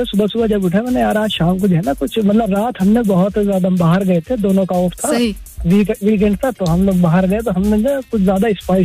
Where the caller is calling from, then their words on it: Delhi, India; वो मुंबई से मैं दिल्ली से हूँ